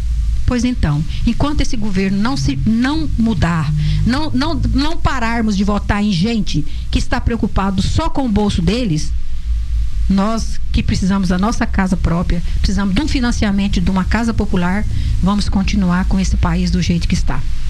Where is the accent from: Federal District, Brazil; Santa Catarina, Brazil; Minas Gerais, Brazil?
Minas Gerais, Brazil; Itapagipe